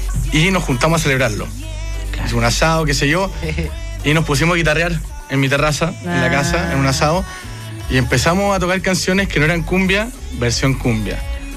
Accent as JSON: {"language": "Spanish", "town": "Viña del Mar", "region": "Valparaíso", "country": "Chile", "said": "No, somos de Viña."}